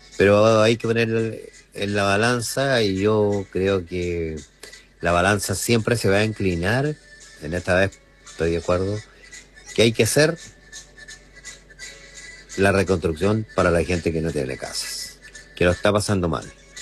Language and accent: Spanish; Lago Ranco, Los Ríos, Chile; el orgullo de nosotros, los ranquinos